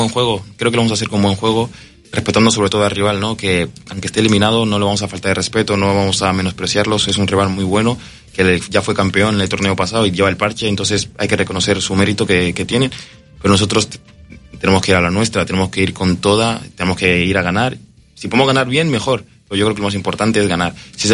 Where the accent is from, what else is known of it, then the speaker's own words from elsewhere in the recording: Mataró, Catalonia, Spain; now in Mexico; Nací en una ciudad que se llama Mataró, Barcelona.